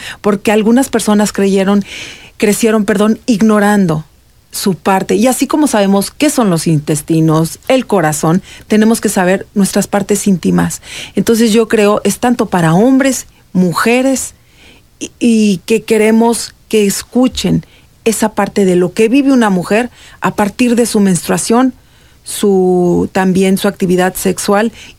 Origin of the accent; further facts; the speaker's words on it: Mexico City, Mexico; born there; moved away as an adult; now in Querétaro, Mexico; No soy queretana, yo nací en la Ciudad de México, pero aquí en Querétaro tengo aproximadamente 24 años